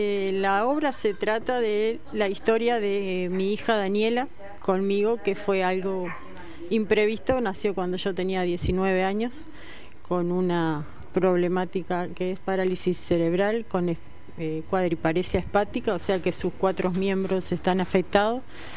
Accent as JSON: {"language": "Spanish", "region": "Montevideo", "country": "Uruguay", "moved": "as an adult", "lives_now": "Colonia, Uruguay", "said": "yo soy de Montevideo, hace 6 años me vine para Colonia."}